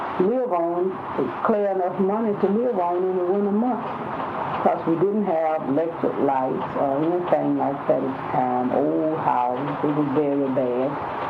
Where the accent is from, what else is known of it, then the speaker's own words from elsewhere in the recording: United States; born there; I was born 1917 in Montgomery County, October 6th.